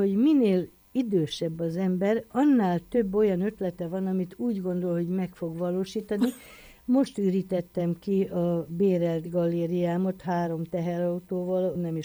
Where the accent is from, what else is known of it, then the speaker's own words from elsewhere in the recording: Hungary; magyarok vagyunk